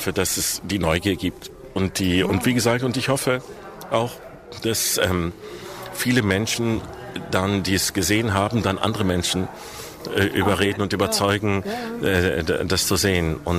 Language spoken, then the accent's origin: German; Essen, North Rhine-Westphalia, Germany; born or raised there